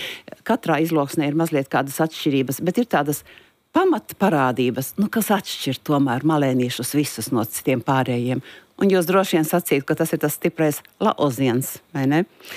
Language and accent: Latvian; Ziemeri, Alūksne Municipality, Latvia; born there; accent: Ziemeri subdialect; tur es no 5. Klases dzīvoju ziemar izloksnē